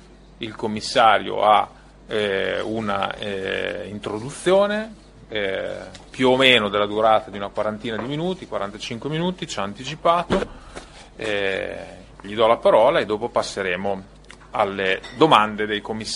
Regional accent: Emilia-Romagna, Italy; lo ringrazio anche da Emiliano Romagnolo perché ha servito anche come commissario per la mia regione.

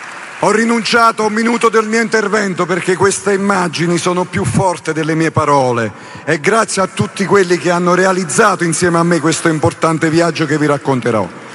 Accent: Basilicata, Italy; fatto 600 chilometri per arrivare qui a Padova, un lungo viaggio anche perché, come sapete, le infrastrutture non sono certo dalle nostre parti in Basilicata.

